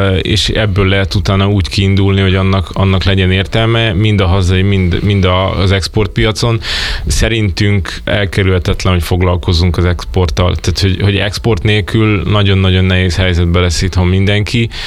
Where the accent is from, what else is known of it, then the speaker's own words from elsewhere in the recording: Hungary; emberileg magyarok vagyunk ilyenek